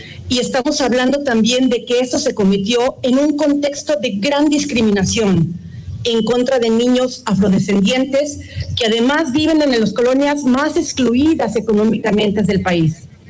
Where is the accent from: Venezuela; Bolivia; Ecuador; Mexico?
Mexico; Imagínense en un caso de mi propio país, el caso Alvarado Espinosa contra México.